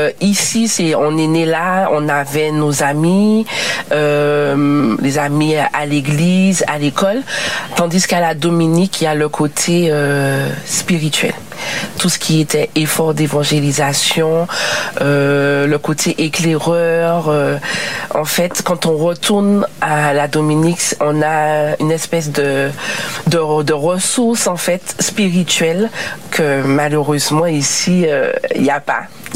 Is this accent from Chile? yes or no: no; Martinique, France; Donc, on a grandi, on est né en Martinique, on a grandi en Martinique, mais dans le foyer, c'est un foyer anglophone.